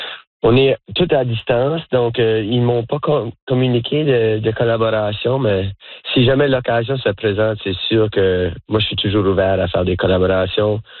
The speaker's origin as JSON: {"language": "French", "town": "Fall River", "region": "Nova Scotia", "country": "Canada", "tie": "born or raised there", "also_born_or_lived": "Wolfville, Canada / Halifax, Canada", "moved": "as an adult", "lives_now": "Campbellton, Canada", "said": "J'ai été élevé à Nouvelle-Écosse par mes parents francophones du Nouveau-Brunswick. On était dans une communauté anglophone à Fall River, Nouvelle-Écosse."}